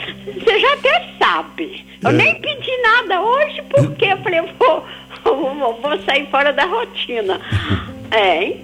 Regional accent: Guardinha, Minas Gerais, Brazil; also born or lived in Barra Grande; Mas eu sou de Guardinha, certo?

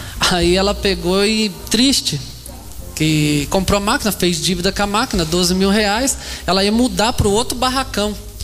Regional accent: Apucarana, Paraná, Brazil; encontrei uma senhora, que eu sou de lá de Apucaranda, e ela de lá.

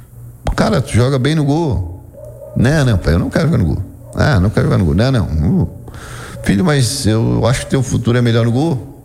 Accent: Turvo, Brazil; sou natural do Turvo

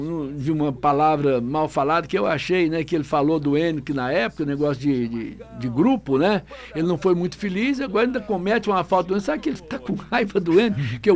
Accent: Brazil; nós somos brasileiros, somos realmente bairristas, somos apaixonados por essa pátria

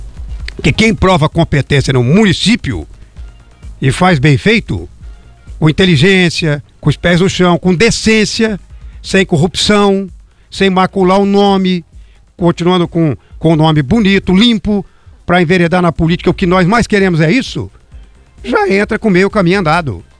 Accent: Jacarezinho, Paraná, Brazil; Excelentíssimo prefeito de Jacaré, da minha terra, o Marcelo Palhares

